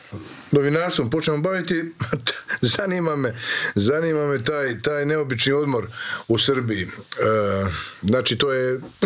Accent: Krapina-Zagorje County, Croatia; Zagrebčanka, da, ja sam iz Zagorje.

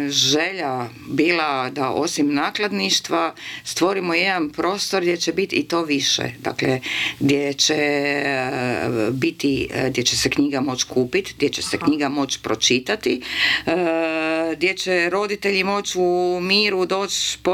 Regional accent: Zagreb, City of Zagreb, Croatia; Pa meni je ova ulica mog djetinjstva, ali ja sam rođena, moja soba je bila na Preradovićevoj. Ja sam rođena Andrije Hebranga 22, Preradovića 27.

